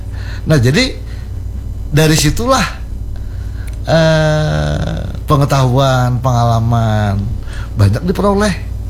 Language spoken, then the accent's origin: Indonesian; Kampung Gadang, Indonesia; born there; Jadi kebetulan Mbak Rinda, kita ini tinggal di Kampung Gadang. Lahir di Kampung Gadang.